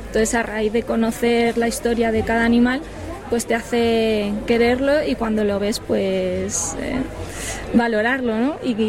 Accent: Molina de Aragón, Castilla-La Mancha, Spain; now in Sierra de Madrid, Spain; Pues yo soy de Molina de Aragón, un pueblo de Guadalajara, pero ahora vivo aquí en la Sierra de Madrid

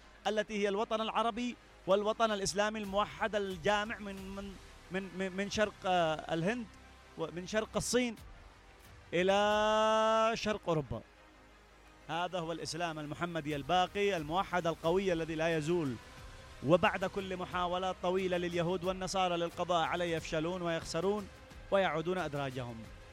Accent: Yemen; عندنا في اليمن

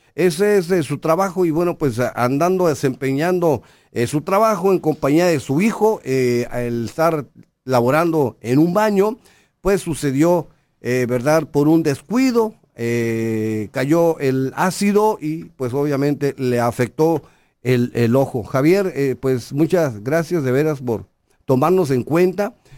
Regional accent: Ensenada, Baja California, Mexico; yo soy de ensenadense, sí.

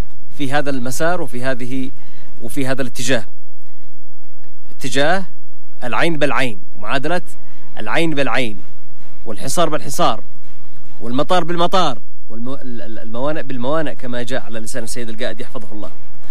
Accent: Yemen

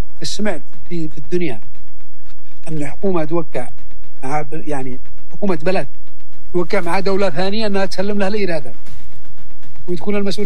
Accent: Yemen

